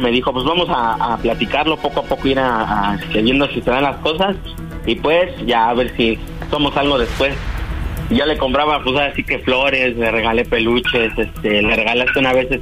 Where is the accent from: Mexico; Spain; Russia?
Mexico; Ecatepec de Morelos, State of Mexico; Tengo 19 años, me llamo aquí del Ecatepec de Morelos.